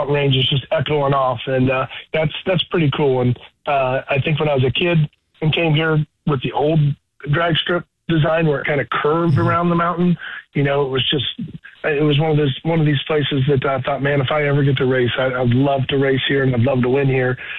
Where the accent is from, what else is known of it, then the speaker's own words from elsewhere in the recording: Columbus, Ohio, United States; my hometown of Columbus, Ohio